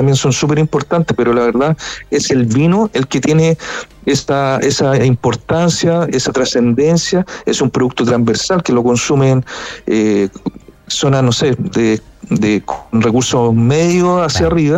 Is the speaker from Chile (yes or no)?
yes; Chile; para nosotros como chilenos.